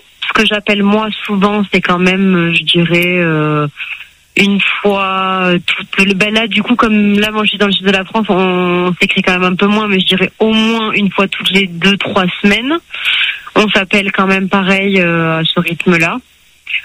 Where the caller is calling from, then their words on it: Réunion; on réside, du coup, sur l'île de la Réunion. Là, on fait des saisons dans le sud de la France